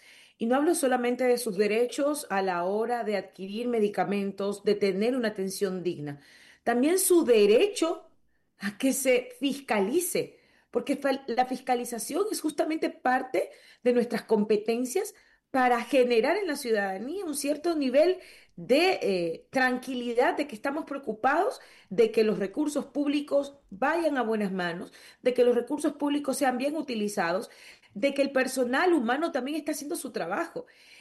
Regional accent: Quinindé, Esmeraldas, Ecuador; de la ciudad donde soy, de Quinindé

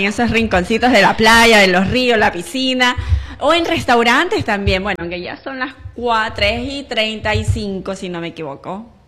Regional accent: Santa Ana, Manabí, Ecuador; Digo, estamos porque yo soy de Santa Ana.

